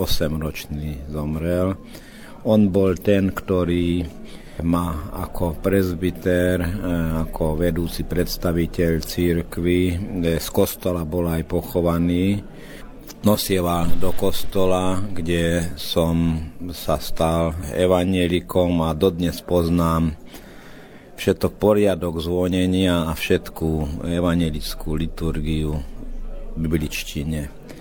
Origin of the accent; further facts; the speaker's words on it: Tótkomlós, Békés, Hungary; ja som sa narodil v Komloši v slovenskej roľníckej rodine a žil som na Sálaši. To znamená, že v úplnom slovenskom prostredí